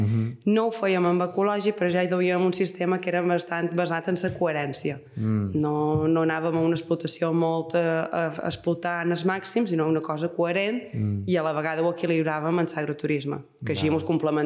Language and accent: Catalan; Menorca, Balearic Islands, Spain; jo vaig quedar aquí a Menorca a estudiar perquè jo som molt menorquina